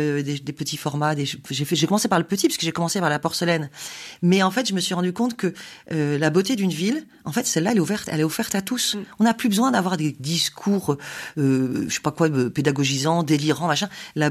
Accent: Brest, Brittany, France; born there; also born or lived in Lorient / Toulon; En fait, je suis née à Brest, voilà. 70 à 80% d'une ville détruite par les bombardements. J'ai appris à lire à Lorient, 70% détruite par les bombardements.

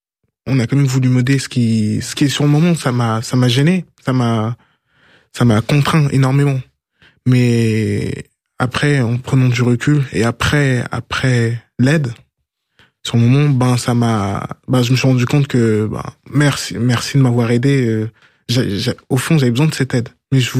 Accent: Garges-lès-Gonesse, Île-de-France, France; also born or lived in French Guiana / Sarcelles; À Garges, je suis arrivé à 3 ans. Puis après j'ai vécu un petit peu à Sarcelles pour retourner encore à Garges.

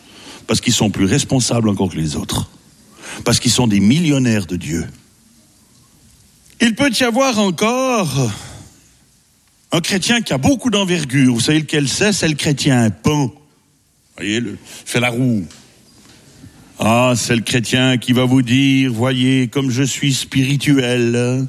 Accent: Switzerland; je suis suisse

